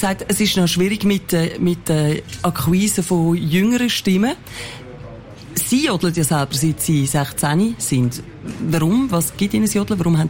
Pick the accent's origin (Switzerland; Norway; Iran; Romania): Switzerland; Zurich; Ich als Zürcherin darf mich ja selber über Zürcherinnen und Zürcher lustig machen.